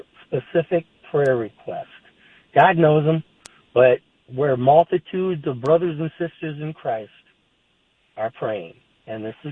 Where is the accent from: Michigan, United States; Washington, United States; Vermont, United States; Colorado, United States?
Michigan, United States; Ypsilanti; I'm a Baptist minister. … I'm from Ypsilanti, born and raised.